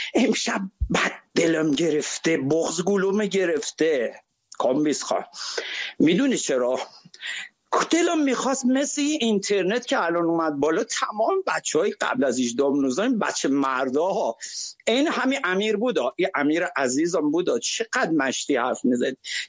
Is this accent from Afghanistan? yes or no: no; Shiraz, Fars, Iran; برم مرد کاکو از شیراز هستم